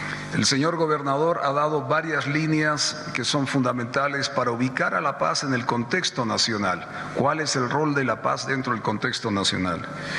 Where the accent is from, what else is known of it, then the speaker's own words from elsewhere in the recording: Bolivia; pero también como boliviano, pude identificar es cuál es el destino de la paz, cuál es la visión, cuál es la ruta crítica de construcción de la paz como departamento